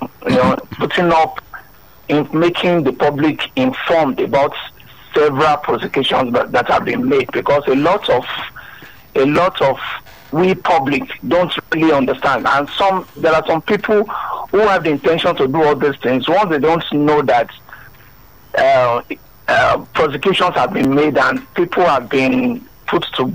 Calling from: Lagos, Nigeria; I'm calling from Yanapaja, Lagos.

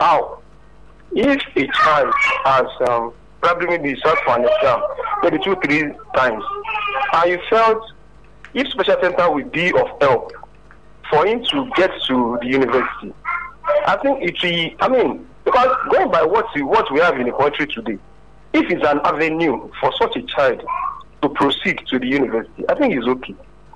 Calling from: Lagos, Nigeria; I'm coming from Abulego.

